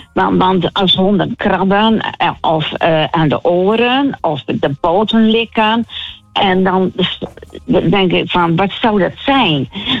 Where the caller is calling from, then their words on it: Hoogkerk, Groningen, Netherlands; In Hoogkerk.